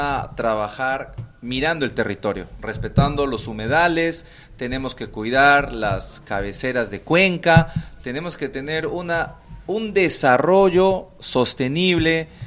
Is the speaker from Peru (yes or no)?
yes; San Martín, Peru; somos una región amazónica y que somos el pulmón del Perú, de la Amazonía peruana